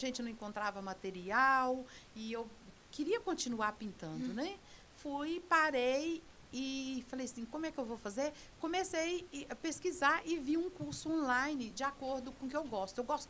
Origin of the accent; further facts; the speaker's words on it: Dom Serafim, Minas Gerais, Brazil; born there; Eu nasci na zona rural, lá em Dom Serafim